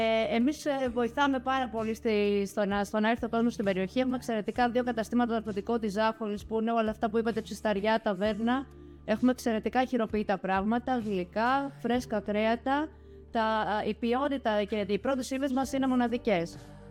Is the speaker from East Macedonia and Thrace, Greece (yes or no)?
no; Athens, Attica, Greece; now in Ligia, Greece; Εγώ είμαι από Αθήνα. Η καταγωγή μου ήταν Θρακομακεδόνη. Στα τελευταία 16 χρόνια μένουμε στη Λιγιά